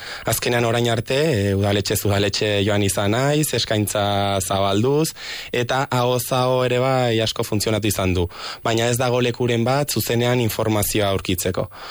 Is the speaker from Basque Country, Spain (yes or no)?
no; Donamaria, Navarre, Spain; Dona Maria herri inguruan ibili izan gara, nire herria dela